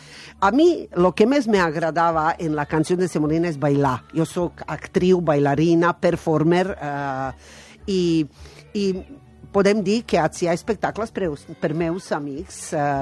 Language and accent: Italian; Osijek, Osijek-Baranja County, Croatia; born there; Italian is a second language; moved away; Io sono di Osijek